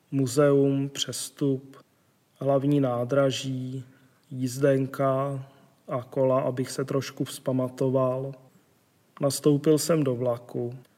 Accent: Prague, Czechia; Je mi 49 let a celý život bydlím v Praze.

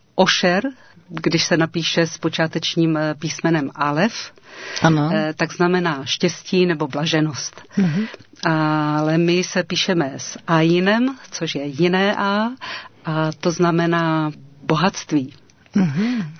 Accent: Krnov, Moravian-Silesian Region, Czechia; now in Prague, Czechia; Původně jsem z Krnova, z severní Moravy.

